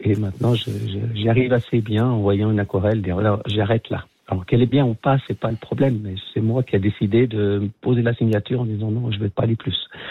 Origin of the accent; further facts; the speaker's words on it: Vaud, Switzerland; puisque je suis vaudois d'origine